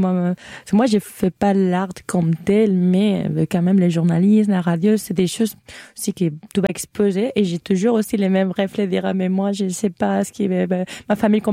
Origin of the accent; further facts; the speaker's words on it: Spain; moi, je viens d'Espagne, je suis née en Espagne